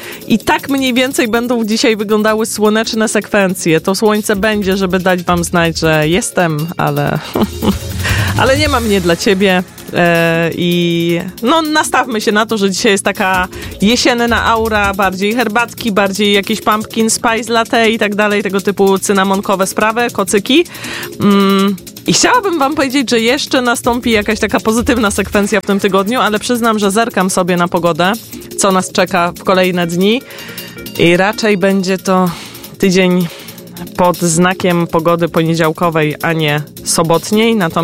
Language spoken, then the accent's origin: Polish; Nowy Sącz, Lesser Poland, Poland; jako że jestem z Nowego Sącza.